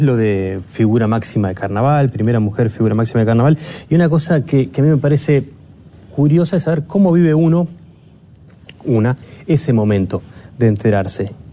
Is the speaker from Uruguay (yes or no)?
yes; Uruguay; Esa taradez que tenemos muchas veces los uruguayos